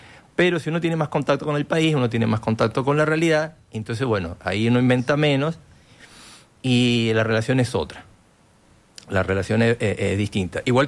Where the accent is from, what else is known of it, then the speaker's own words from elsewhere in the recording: Venezuela; now in Montevideo, Uruguay; yo soy venezolano y hay una comunidad venezolana más o menos grande acá en Uruguay